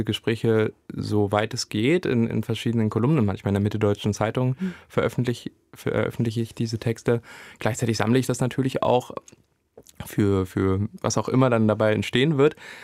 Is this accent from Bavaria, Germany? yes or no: no; Saxony-Anhalt, Germany; ich komme aus Sachsen-Anhalt, ich werde hier nicht mehr hingehen